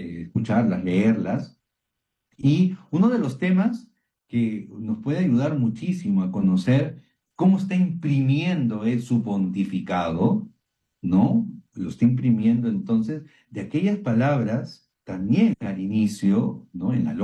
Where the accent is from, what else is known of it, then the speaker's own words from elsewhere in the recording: Peru; conoce lo cálidos que somos, porque los peruanos somos cálidos, ¿no?